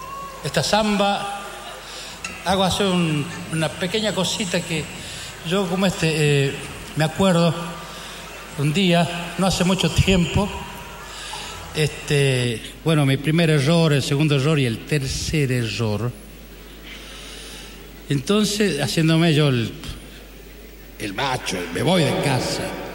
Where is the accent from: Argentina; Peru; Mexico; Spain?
Argentina; Coronel Moldes, Salta; moved away; en mi pueblo natal, en Coronel José de Moldes, que queda en la provincia de Salta.